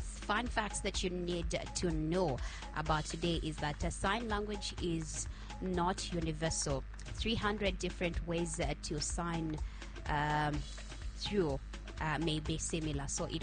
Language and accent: English; Petauke, Eastern Province, Zambia; I come from Petauke, so I said Busy.